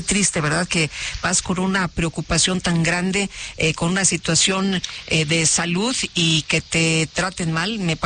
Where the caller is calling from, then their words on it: Ixtapaluca, State of Mexico, Mexico; de Ixtapaluca